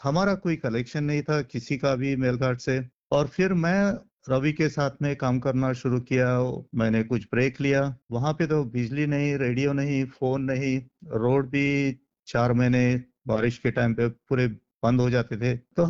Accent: Ballarpur, Maharashtra, India; moved away as an adult; also born or lived in Nagpur, India; now in Australia; मैं एक छोटे गांव में पला बड़ा हूँ, बल्लारशाह नाम का।

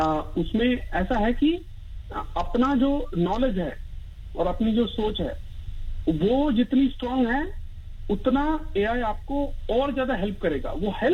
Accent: Pune, Maharashtra, India; moved away as an adult; now in Australia

